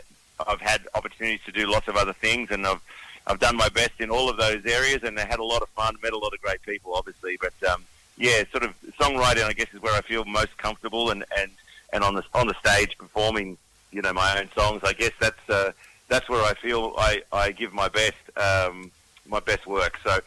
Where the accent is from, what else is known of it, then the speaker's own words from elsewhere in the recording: Wagga Wagga, New South Wales, Australia; I grew up in Wagga Wagga